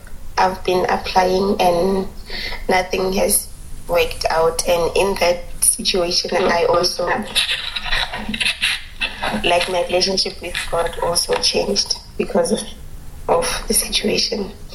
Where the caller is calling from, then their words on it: South Africa; I'm from South Africa.